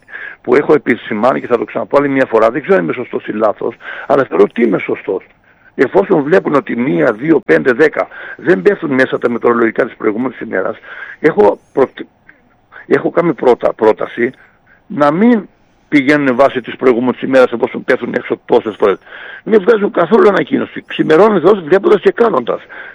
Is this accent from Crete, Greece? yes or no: yes; Chania, Crete, Greece